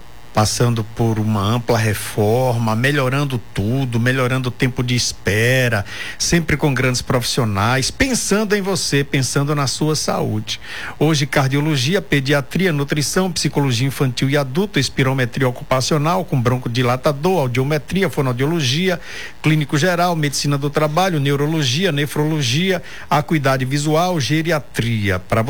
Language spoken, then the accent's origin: Portuguese; Várzea da Roça, Bahia, Brazil; Várzea da Roça, minha terra, não é perto, não.